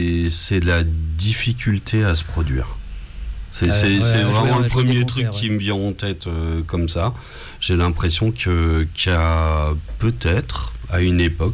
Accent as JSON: {"language": "French", "town": "Grenoble", "region": "Auvergne-Rhône-Alpes", "country": "France", "said": "on va dire qu'on est de Grenoble hein, quand même à la base."}